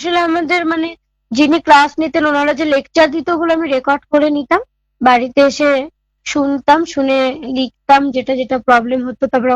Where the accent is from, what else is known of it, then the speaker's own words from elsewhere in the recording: Imphal, Manipur, India; আমার বাড়ি অ্যাকচুয়ালি মণিপুরে ইম্ফলে, কিন্তু আমার চোখটা খারাপ হয় শিলচরে।